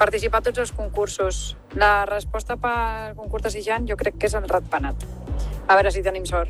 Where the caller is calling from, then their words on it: Terrassa, Catalonia, Spain; de Terrassa.